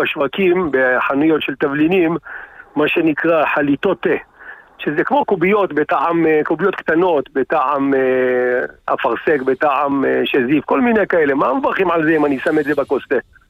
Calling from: Kfar Saba, Central District, Israel; מכפר סבא.

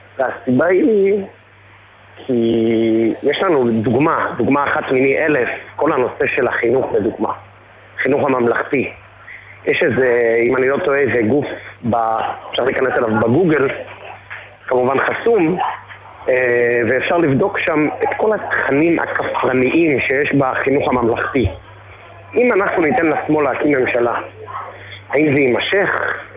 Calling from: Haifa, Haifa District, Israel

